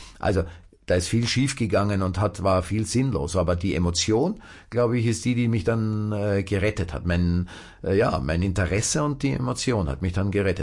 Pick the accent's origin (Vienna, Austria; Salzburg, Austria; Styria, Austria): Vienna, Austria; da sind wir wieder auch beim zweiten Bezirk, wo ich aufgewachsen bin, im Rotlichtmilieu